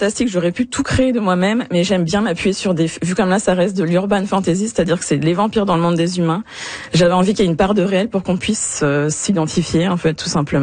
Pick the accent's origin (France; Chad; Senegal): France; Ben, parce que je suis française